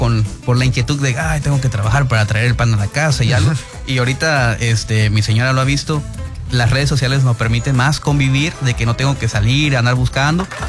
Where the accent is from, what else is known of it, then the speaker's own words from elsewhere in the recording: Tuxtepec, Oaxaca, Mexico; Yo soy originario de Tuxtepec, Oaxaca.